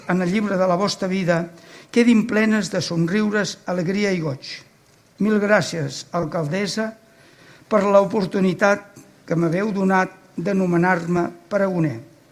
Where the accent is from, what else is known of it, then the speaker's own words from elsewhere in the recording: Cubelles, Catalonia, Spain; la meva implicació i compromís amb el meu poble, Cubelles, i la seva gent al llarg de la meva existència